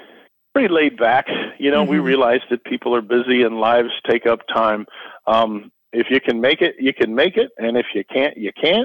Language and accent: English; Mascoutah, Illinois, United States; So Muskoden is my hometown. I moved all the way to Shiloh, 10 miles away, when I got married and graduated from college. In 2006, I came back to Muskoden for work